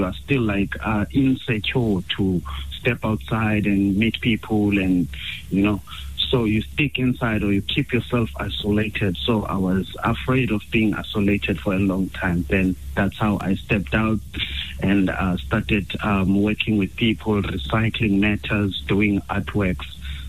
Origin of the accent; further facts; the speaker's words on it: Cape Town, Western Cape, South Africa; I was born in October 1988. I'm one of 15 children, three brothers and single sister. I grew up inside the Khayelitsha in Cape Town. I was raised by a single parent.